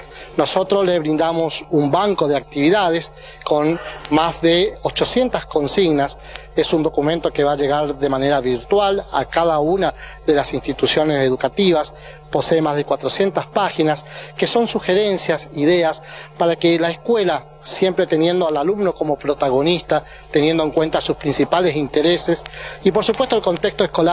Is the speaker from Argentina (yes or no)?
yes; Argentina; nos identifica como argentinos